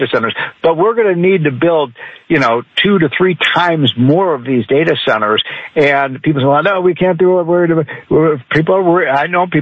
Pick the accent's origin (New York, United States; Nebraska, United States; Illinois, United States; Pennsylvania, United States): Illinois, United States; California, my home state of Illinois, Connecticut, Massachusetts, runaway costs.